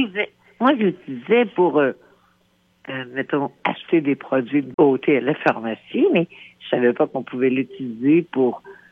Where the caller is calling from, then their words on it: Lévis, Quebec, Canada; J'habite à Lévis.